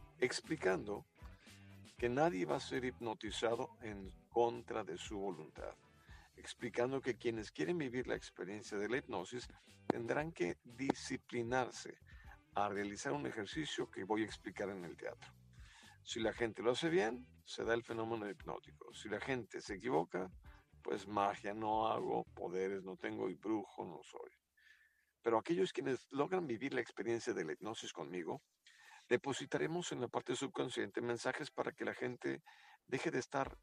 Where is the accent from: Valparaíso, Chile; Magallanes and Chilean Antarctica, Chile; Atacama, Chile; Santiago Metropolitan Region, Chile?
Santiago Metropolitan Region, Chile; Santiago; Trabajo mucho por aquellas partes del mundo, pero yo soy originario de Santiago de Chile.